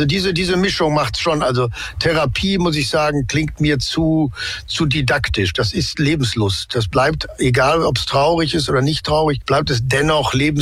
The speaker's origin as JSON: {"language": "German", "region": "North Rhine-Westphalia", "country": "Germany", "tie": "born or raised there", "said": "Ich bin halt im Ruhrgebiet aufgewachsen, da trägt man das Herz auf der Zunge und da gibt es eine schnelle, knackige Ansprache"}